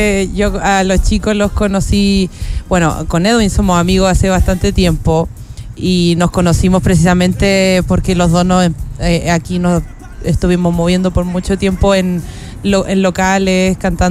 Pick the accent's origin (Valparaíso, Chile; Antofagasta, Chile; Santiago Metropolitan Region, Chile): Valparaíso, Chile; Viña del Mar; born there; yo soy de acá, nací en Viña del Mar.